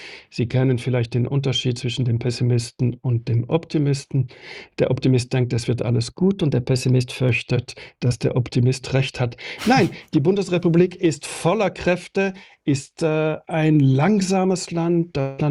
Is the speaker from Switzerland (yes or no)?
yes; Switzerland; Ich bin Schweizer